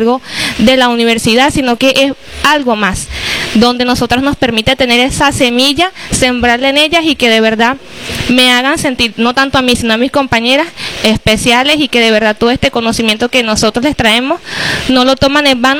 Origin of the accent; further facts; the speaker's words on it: Valle de la Pascua, Guárico, Venezuela; vengo de Valle de la Pascua, por eso les digo que me siento totalmente en familia, porque no soy acá de San Juan de los Morros